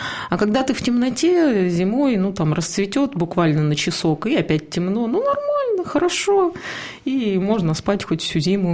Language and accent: Russian; Abakan, Khakassia, Russia; also born or lived in Norilsk / Krasnoyarsk / Saint Petersburg; now in Moscow, Russia; Родилась я в Норильске, школу оканчивала в Абакане, потом долго жила в Красноярске, из Красноярска поехала в Санкт-Петербург, там прожила недолго, но очень плодотворно.